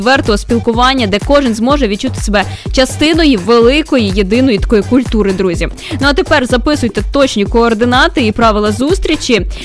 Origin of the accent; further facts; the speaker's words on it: Bila Tserkva, Kyiv Oblast, Ukraine; Наше рідне місто Біла Церква